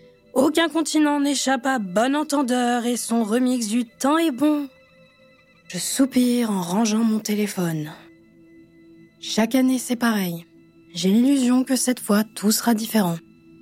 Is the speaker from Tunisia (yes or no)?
no; France; now in Montreal, Canada; De toute façon, je suis française, donc anti-clim, par esprit de contradiction, je suppose.